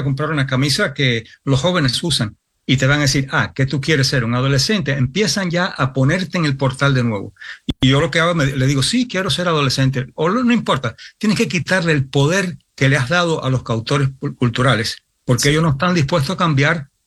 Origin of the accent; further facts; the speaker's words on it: New York, United States; now in Spain?; Cuando yo me crié en Nueva York y vivía en un barrio donde no había muchos hispanos, mi familia es de España, pero hispanos, hispanos.